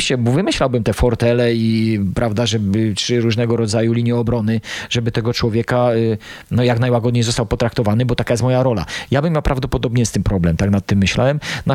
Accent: Lesser Poland, Poland; Ja jestem z krwi i kości Małopolaninem od chyba XVI wieku

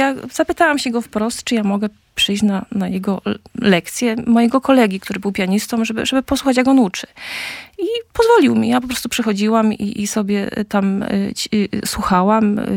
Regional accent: Polish highlands, Poland; moved away as an adult; jako góral

